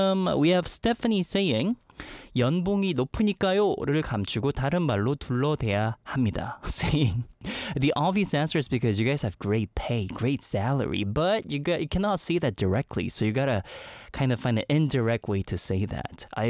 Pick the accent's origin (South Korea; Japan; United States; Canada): South Korea; Seoul; very far away from my hometown, which is Seoul right now.